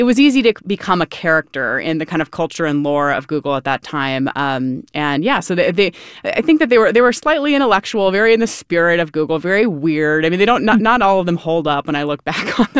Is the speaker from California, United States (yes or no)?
yes; Oakland, California, United States; born or raised there